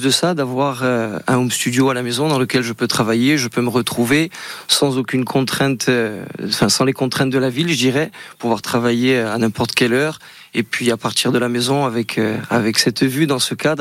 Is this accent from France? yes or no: yes; Ajaccio, Corsica, France; born there; Alors moi je suis né sur Ajaccio.